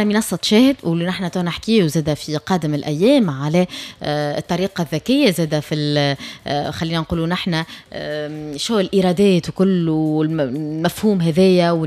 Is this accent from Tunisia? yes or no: yes; Tunisia; accent: Tunisian dialect